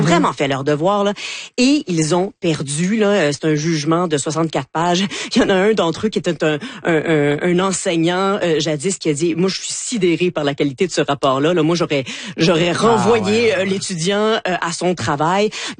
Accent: Quebec, Canada; Puis nous, au Québec, imaginez-vous donc que nous ne pas si opposés que ça, finalement.

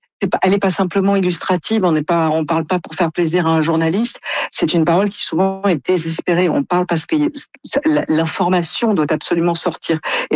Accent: France; quand on est Canadien ou comme moi français

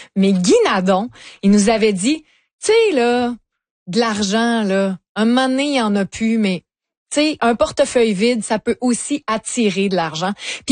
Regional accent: Lévis, Quebec, Canada; Parce que moi, moi, je viens de Lévis. Puis le premier, le OG oui. Chocolat favori était sur la rue Bégin à Lévis. Puis à Lévis, quand t'avais 14 ans, t'attendais juste d'avoir ton 14 pour que te faire engager à la chocolaterie.

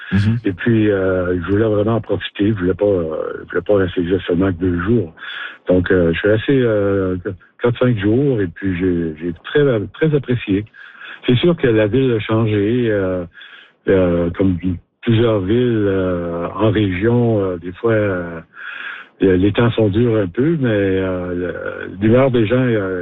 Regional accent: Kapuskasing, Ontario, Canada; moved away; Moi, j'ai quitté Kapuskasing pour aller étudier en 73. Et la population était de 12 500 environ. Là, c'est plutôt vers les 8 000.

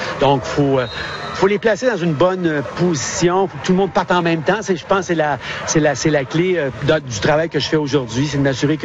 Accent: Quebec, Canada; Moi, je suis originaire du Québec.

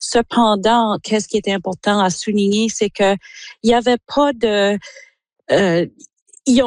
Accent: Listuguj, Quebec, Canada; je viens de Listigouche, qui est toujours partie de Mi'kma'ki, les terres ancestrales non cédées du peuple Mi'kmaq.

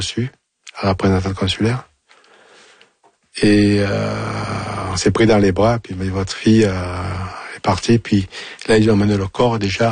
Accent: Marseille, Provence-Alpes-Côte d'Azur, France; avec mon accent, je suis à de Marseille, bien sûr.

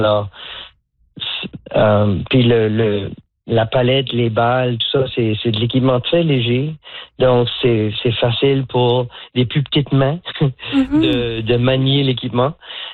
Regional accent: Moncton, New Brunswick, Canada; Je suis originaire de Moncton, puis j'ai travaillé presque exclusivement en anglais depuis que je suis en Nouvelle-Écosse. Ça fait presque 40 ans.

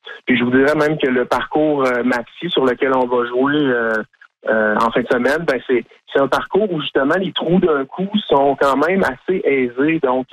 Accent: Saint-Grégoire, Quebec, Canada; c'est ma région. Donc, mm-hmm. Je viens de Saint-Grégoire.

